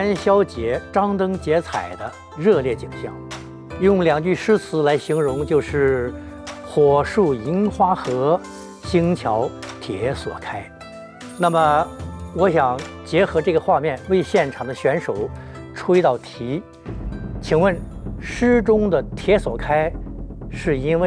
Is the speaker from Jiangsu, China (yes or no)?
no; Shandong, China; 我的家乡山东武定，位于渤海湾西南岸，这里有大面积的贝壳滩